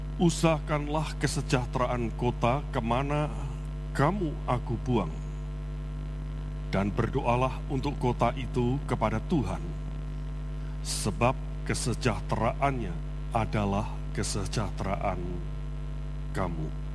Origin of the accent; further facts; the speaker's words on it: East Java, Indonesia; Saya dari Jawa Timur, logat Jawa Timur berbeda dengan Jawa Tengah.